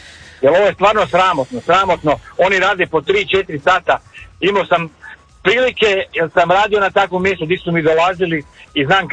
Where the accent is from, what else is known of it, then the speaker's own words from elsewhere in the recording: Zagreb, City of Zagreb, Croatia; Ja sam rođeni Zagrepčanin, branitelj sam